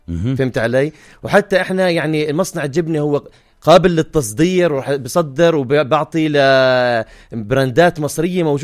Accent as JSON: {"language": "Arabic", "country": "Jordan", "said": "كل الناس بتعرف إنه أنا أردني، وأنا بفتخر بهذا الإشي"}